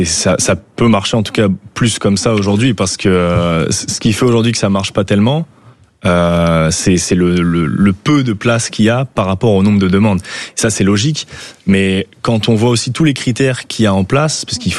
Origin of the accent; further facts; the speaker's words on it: Nice, Provence-Alpes-Côte d'Azur, France; Je viens de Nice.